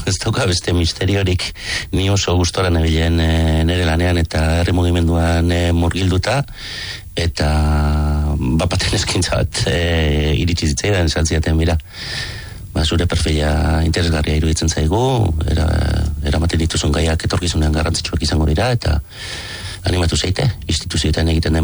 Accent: Alkiza, Basque Country, Spain; Alkizan jaioa naiz, eta Alkizako festak ziren, musika elkarrekin entzuten genuen lekua, eta txikitako musika hori da, hori batez ere trikitixa, herriko festetako trikitixa.

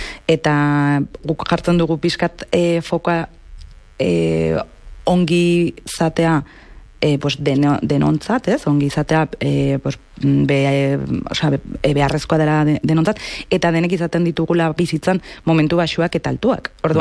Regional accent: Pamplona, Navarre, Spain; Errotxapean, ni Errotxapeatik nator

